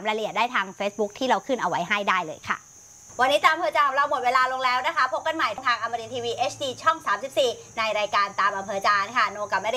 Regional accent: Southern Thailand, Thailand; ไม่ได้เราเป็นคนใต้

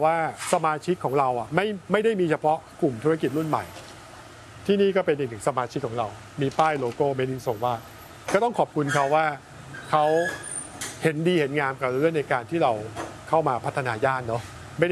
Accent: Bangkok, Thailand; เราเป็นคนที่เกิดและโตที่นี่เนาะแล้วเราก็มีธุรกิจอยู่ที่นี่ด้วย

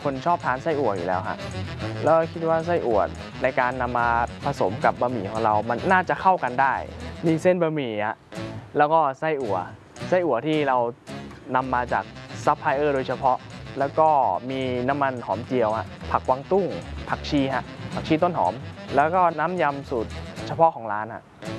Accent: Chiang Mai, Thailand; โดยกำเนิดผมเป็นคนภาคเหนือแล้วนะฮะเป็นคนเชียงใหม่อยู่แล้วพ่อแม่ก็ให้กินอาหารเหนือตลอดโดยตั้งแต่เด็กก็กินอาหารเหนือ

